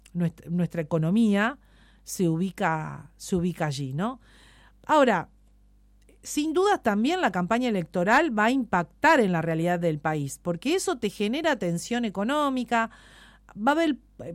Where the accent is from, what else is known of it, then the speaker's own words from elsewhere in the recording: Tierra del Fuego, Argentina; vengo de Tierra del Fuego, donde la realidad es otra